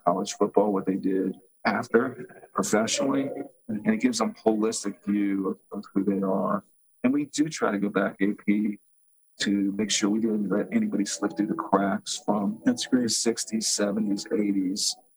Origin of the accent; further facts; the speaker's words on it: Miami, Florida, United States; I grew up in Miami